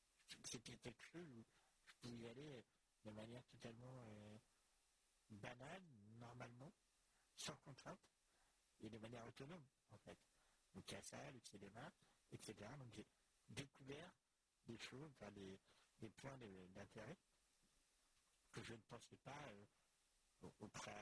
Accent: Centre-Val de Loire, France; now in Caen, France; Alors moi, je suis né à Cher, dans l'Inde. Donc j'ai vécu une bonne partie de ma jeunesse donc dans un cadre du tout rural, puisque j'habitais une petite commune qui s'appelait Conduit, qui avait à peu près 1000 habitants, pas plus.

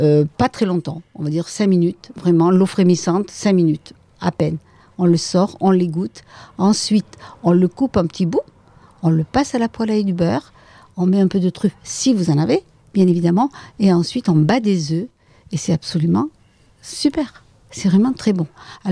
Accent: Gagnac, Occitanie, France; Moi, je suis née à Gagnac, j'y ai vécu, j'en suis guère partie puisque j'ai fait à peine le tour de l'église, hein, puisque j'y habite, nous y habitons.

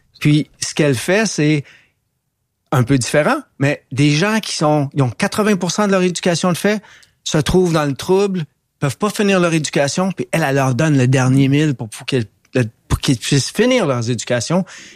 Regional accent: Montreal, Quebec, Canada; J'étais un gars de Montréal-Nord.

